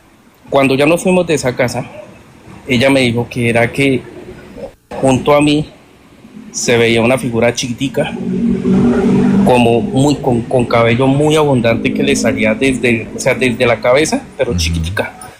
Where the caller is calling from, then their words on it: Villavicencio, Meta, Colombia; estoy en Villavicencio